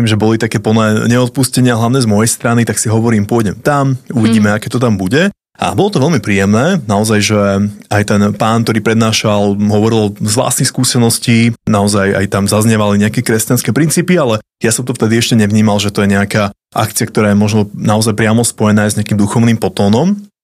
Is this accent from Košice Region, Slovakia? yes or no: no; Levice, Nitra Region, Slovakia; now in Bratislava, Slovakia; pochádzam z Levíc, ale už viac ako 10 rokov žijem v Bratislave, kde pracujem